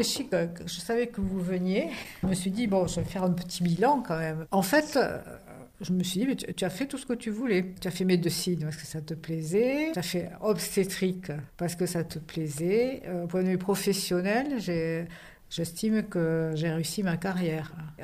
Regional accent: south of France, France; quand on vient du sud de la France

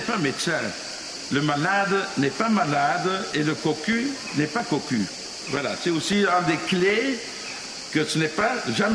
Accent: Flanders, Belgium; French is a second language; nous sommes des Flamands. En fait, on a appris le français à l'école, mais on a vraiment appris le français en jouant Molière.

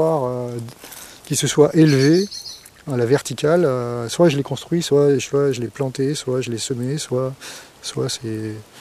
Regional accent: Île-de-France, France; Écoute, je suis né en région parisienne. Enfin, je suis parisien de souche, mais le grand-père de mon grand-père était... La famille était à Fontenay-sous-Bois.

